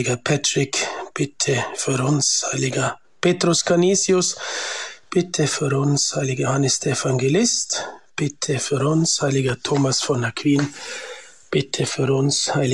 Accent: Bavaria, Germany; now in Liechtenstein; Sie hören … ich bin 48 Jahre alt, bin aus Bayern und wohne und arbeite als Diözesanpriester im kleinen Erzbistum Vaduz in Liechtenstein.

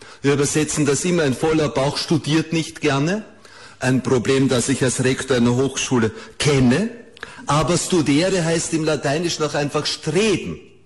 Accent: Vienna, Austria; born there; In Wien, wir Wiener, ich bin ein gebürtiger Wiener

